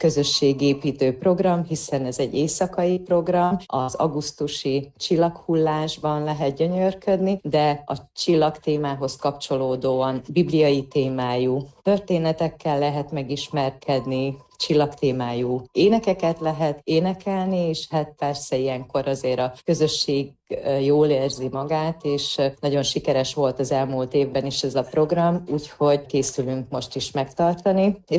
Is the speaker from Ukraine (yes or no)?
yes; Zakarpattia Oblast, Ukraine; Igen, hát az elmúlt napokban otthon Kárpátalján a Szürtei rendezvénytermünkben tartottuk meg az évadzáró szakkörkiállítást